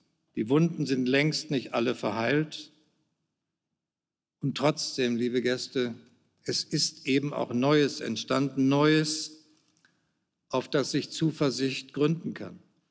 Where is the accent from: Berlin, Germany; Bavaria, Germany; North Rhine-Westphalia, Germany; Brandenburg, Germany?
North Rhine-Westphalia, Germany; ich komme selbst aus Nordrhein-Westfalen, kenne die Menschen hier im Land